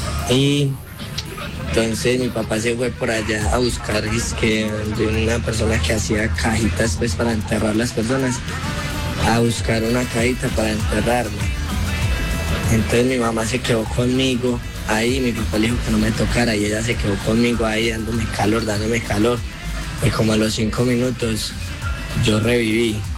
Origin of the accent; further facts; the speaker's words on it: Granada, Antioquia, Colombia; born there; Yo nací en Granada, Antioquia. Nací en la montaña.